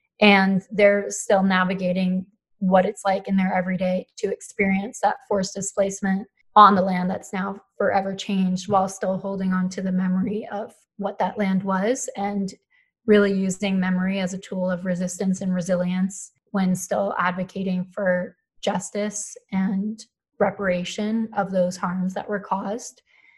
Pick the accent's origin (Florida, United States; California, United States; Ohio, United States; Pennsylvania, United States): Pennsylvania, United States; Philadelphia; moved away as an adult; also born or lived in Colorado; I grew up in Philadelphia, and it is not the best city to grow up in terms of pollution and being able to access nature and the outdoors.